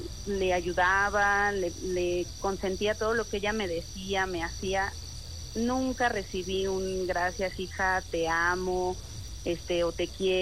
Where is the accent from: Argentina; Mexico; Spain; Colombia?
Mexico; Venustiano Carranza, Mexico City; Tengo 32 y soy de la alcaldía Venustiano Carranza.